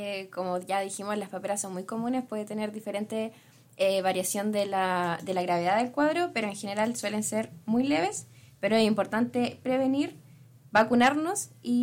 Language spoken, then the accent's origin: Spanish; Concepción, Biobío, Chile; También de Concepción